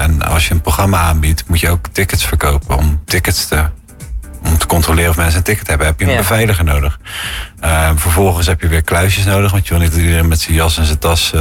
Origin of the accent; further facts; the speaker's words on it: Rotterdam, South Holland, Netherlands; Nou ja, ik kom uit Rotterdam en mijn horizon was al best wel breed.